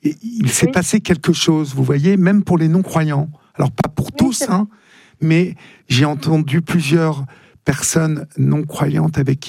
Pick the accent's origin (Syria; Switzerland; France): France; Paris, Île-de-France; Je suis parisien et donc j'habite à Paris